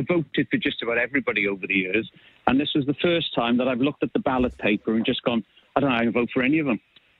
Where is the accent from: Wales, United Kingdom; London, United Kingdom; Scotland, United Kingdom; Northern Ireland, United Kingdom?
Wales, United Kingdom; And speaking as a Welsh voter, Labour haven't really done any favours for Mid Wales.